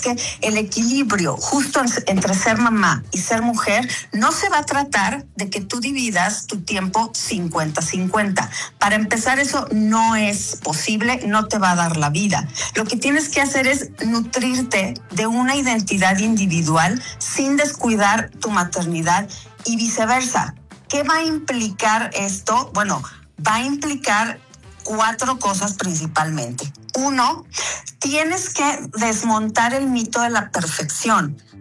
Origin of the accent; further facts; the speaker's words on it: Mexico; nosotros como mexicanos festejamos